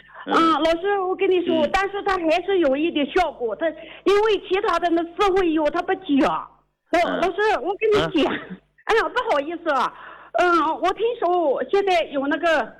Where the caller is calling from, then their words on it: Kunming, Yunnan, China; 我是昆明的。